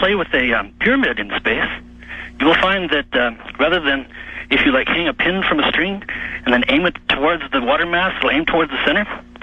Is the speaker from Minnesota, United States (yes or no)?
yes; Minnesota, United States; Oh, actually, I'm originally from Minnesota.